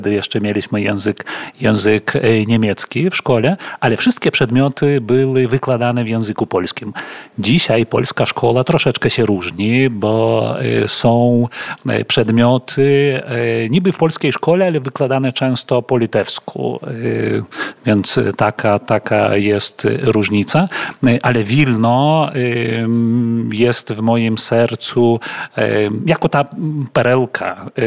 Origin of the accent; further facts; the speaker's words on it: Eišiškės, Vilnius County, Lithuania; also born or lived in Warsaw, Poland; Nie jestem Wilniukiem, jestem z Wileńszczyzny, urodzony w Wejszyszkach, wychowałem się też w malutkim miasteczku.